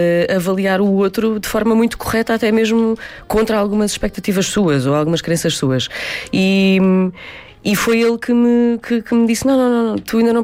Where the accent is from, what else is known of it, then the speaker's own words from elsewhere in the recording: Abrantes, Centro, Portugal; born there; also born or lived in Constância; Eu sou de Constância, sou do concelho ao lado, mas os meus pais moram no concelho de Abrantes desde que eu tinha 12 anos, portanto, há 30. E por isso, acabei por a minha adolescência acabou por ser muito, muito ali